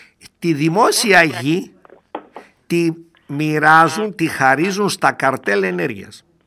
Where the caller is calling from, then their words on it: Doirani, Central Macedonia, Greece; από το χωριό μου, μένα από τη Δοϊράνη που λέμε στην Θεσσαλονίκη, που είναι 70 χιλιόμετρα